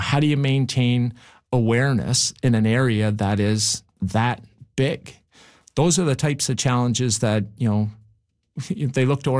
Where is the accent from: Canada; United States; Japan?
Canada; Goose Bay, Newfoundland and Labrador; Yeah, my hometown.